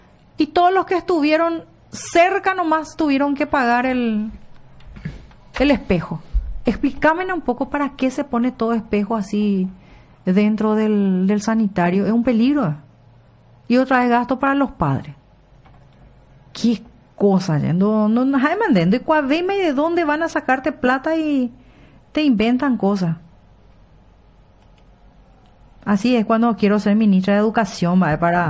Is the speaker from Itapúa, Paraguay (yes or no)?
no; Capiatá, Central, Paraguay; born there; Yo me fui al Enrique Soler de Capiatá y en el Nacional de Capiatá.